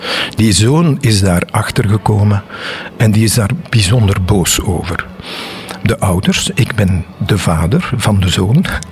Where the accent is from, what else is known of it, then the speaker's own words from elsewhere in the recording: Antwerp, Flanders, Belgium; Nee, ik weet heel weinig van de zeeën van Oostende. Ik ben echt van Antwerpen, ja.